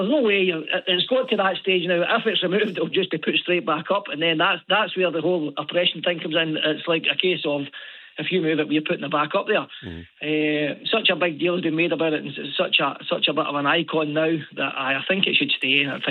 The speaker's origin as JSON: {"language": "English", "town": "Glasgow", "region": "Scotland", "country": "United Kingdom", "said": "I'm from Glasgow originally."}